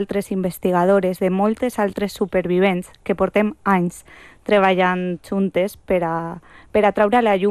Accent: Bicorb, Valencian Community, Spain; born there; Volia que mencionares el meu poble.

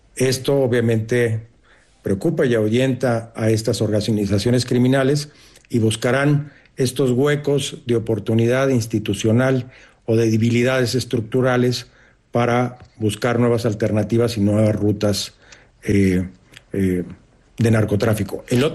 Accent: Mexico; Y hoy vemos la realidad que vive mi país de origen, y no nada más México

